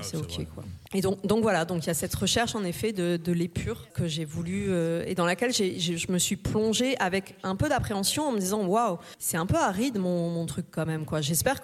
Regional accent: Toulouse, Occitanie, France; s'installer à Toulouse et j'ai grandi à Toulouse.

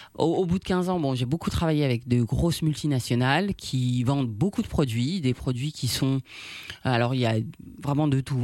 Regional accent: Guadeloupe; Je suis originaire de la Guadeloupe, mais je valorise énormément les produits afro-caribéens.

